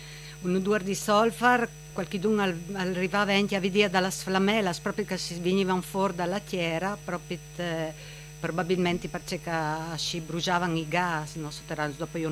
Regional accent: Anduins, Friuli-Venezia Giulia, Italy; sono di Anduins.

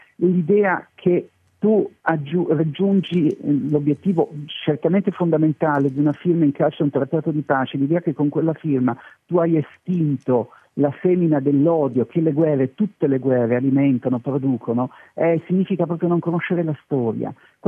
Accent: Trieste, Friuli-Venezia Giulia, Italy; come triestino

